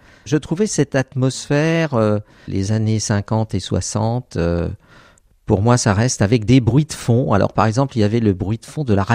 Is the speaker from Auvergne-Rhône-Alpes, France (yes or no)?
no; Metz, Grand Est, France; je suis de la Moselle. J'avais de la famille qui était dans la campagne. Ils parlaient encore à l'époque un vague patois roman.